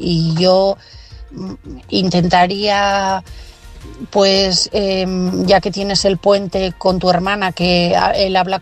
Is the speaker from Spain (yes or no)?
yes; Asturias, Spain